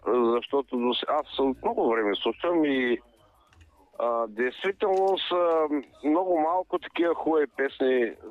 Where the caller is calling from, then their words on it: Razgrad, Razgrad Province, Bulgaria; съм от Разград.